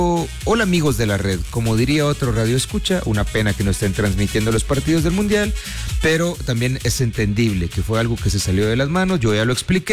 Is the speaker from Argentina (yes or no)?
no; Guatemala; somos guatemaltecos, mi hermano.